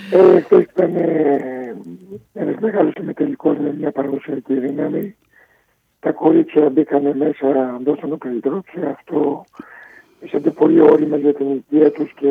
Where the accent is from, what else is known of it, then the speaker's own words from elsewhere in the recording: Patras, Western Greece, Greece; είμαστε από την Πάτρα για την καταγωγή